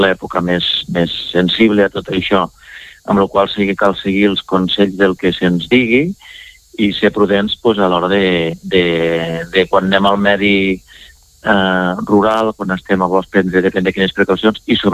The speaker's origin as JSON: {"language": "Catalan", "region": "Catalonia", "country": "Spain", "said": "la zona d'on jo soc, que soc el Pallars"}